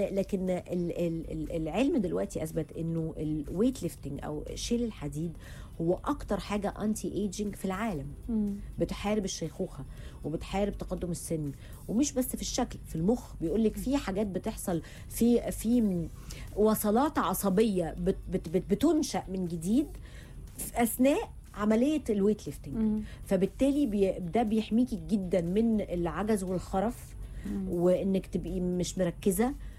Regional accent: Cairo, Cairo Governorate, Egypt; اتولدت في شبرا. يعني عشت اول سنين من عمري في شبرا في بيت جدتي ام امي، وافتكر طبعا شبرا والعماره والجيران، وكنت انا الطفله الوحيده يعني في العماره كلها،

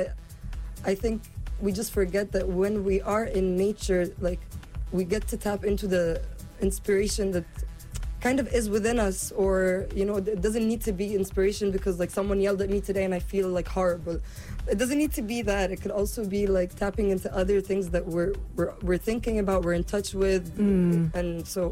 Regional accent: Cairo, Cairo Governorate, Egypt; moved away as an adult; also born or lived in New York; now in Dahab, Egypt; before Dahab, I was living in New York, and I mean, I come from Cairo, but I was studying in New York

